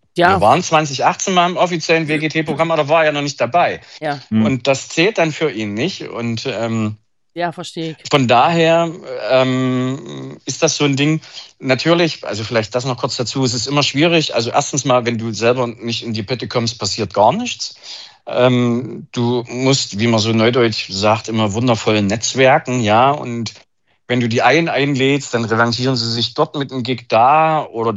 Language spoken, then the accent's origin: German; Leipzig, Saxony, Germany